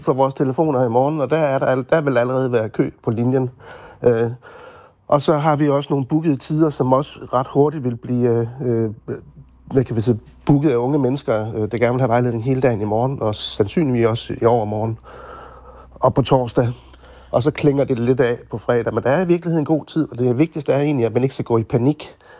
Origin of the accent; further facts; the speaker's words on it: Jutland, Denmark; Jeg kommer fra Jylland, jeg vil gerne læse i København.